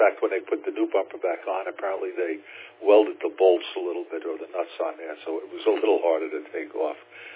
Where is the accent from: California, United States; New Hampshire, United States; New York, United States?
New York, United States; New York City; growing up in New York City, where I was